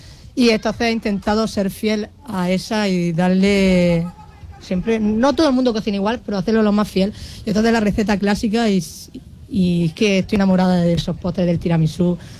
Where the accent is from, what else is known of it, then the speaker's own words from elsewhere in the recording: Almería, Andalusia, Spain; Mi padre era italiano, yo soy de aquí de Almería